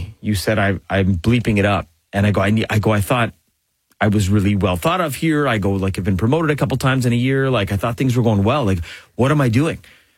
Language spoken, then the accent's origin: English; Etobicoke, Ontario, Canada; I think I've mentioned that I'm like from Etobicoke and that I went to like McMaster maybe.